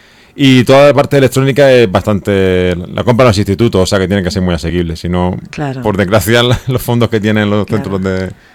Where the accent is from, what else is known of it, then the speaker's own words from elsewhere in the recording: Cartagena, Region of Murcia, Spain; soy cartagenero, enamorado del océano